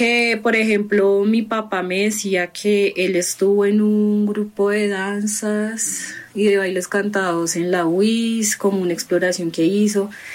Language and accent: Spanish; Bogotá, Colombia; a pesar de haberme criado acá en Bogotá, igual como que dentro de un contexto de familia cartagenera como que la viví.